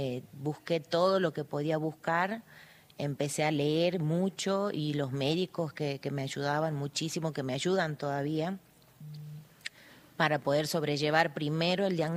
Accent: Palpalá, Jujuy, Argentina; Nosotros somos de Palpalá.

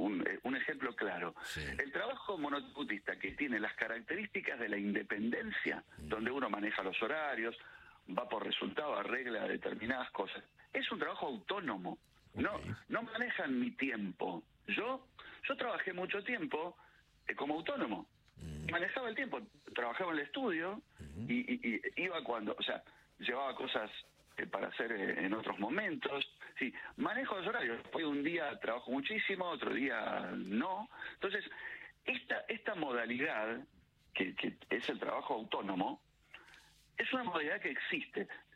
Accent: Argentina; tenemos que estar orgullosos de lo que tenemos como argentinos

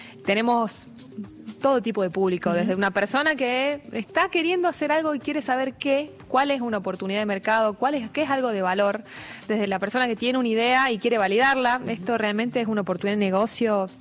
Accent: Jujuy, Argentina; soy de Jujuy y me toca explorar las provincias del NOA de manera integral

